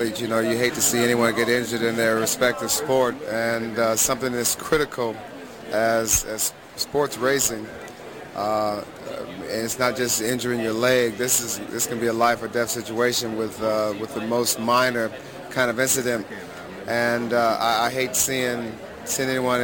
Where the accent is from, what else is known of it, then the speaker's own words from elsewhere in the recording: Indiana, United States; This is the very first time that I've ever been to a race, even though I am from Indiana.